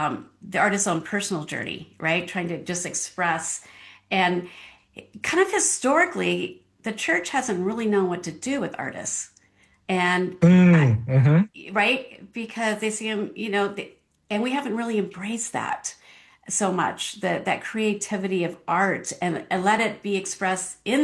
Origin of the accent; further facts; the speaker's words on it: Phoenix, Arizona, United States; I was born and raised in Phoenix. And so I've seen the downtown area change greatly over the years. It used to be a place nobody went to because it was just run down